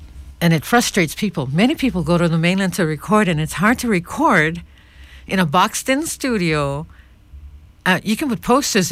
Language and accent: English; Hawaii, United States; I'm a Hawaiian